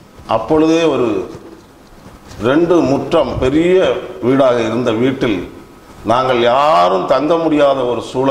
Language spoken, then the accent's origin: Tamil; Kanyakumari district, Tamil Nadu, India; எனது சொந்த ஊர் கன்னியாகுமரி மாவட்டம் கீழம் குக்கிராமம்.